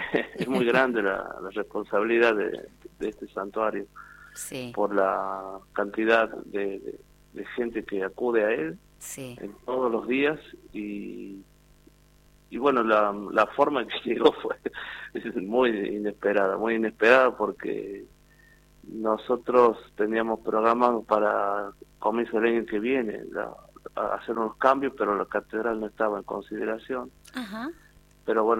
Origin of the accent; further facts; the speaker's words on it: San Fernando del Valle de Catamarca, Catamarca, Argentina; yo soy nacido y criado en Capital.